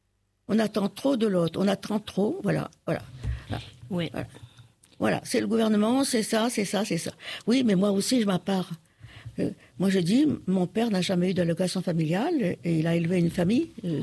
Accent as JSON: {"language": "French", "region": "Réunion", "country": "France", "said": "Je suis réunionnaise et je le renie pas."}